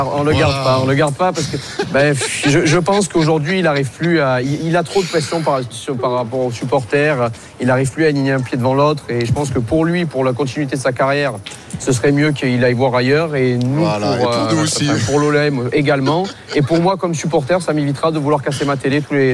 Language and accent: French; Marseille, Provence-Alpes-Côte d'Azur, France; moved away; je viens de Marseille